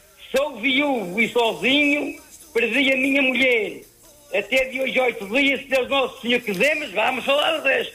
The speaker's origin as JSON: {"language": "Portuguese", "country": "Portugal", "tie": "born or raised there", "lives_now": "São Bartolomeu do Mar, Portugal", "said": "Eu sou natural de Castelo de Meira, estou a vir em São Bartolomeu do Mar."}